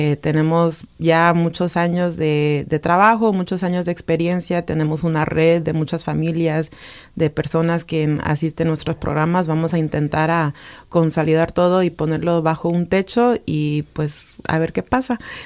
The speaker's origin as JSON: {"language": "Spanish", "town": "Chicago", "region": "Illinois", "country": "United States", "tie": "born or raised there", "said": "Más que nada crecí en Pilsen y pues por muchos años vengo de una familia, de una comunidad que hemos estado haciendo trabajo cultural, trabajo comunitario, en ese barrio por décadas, ¿no?"}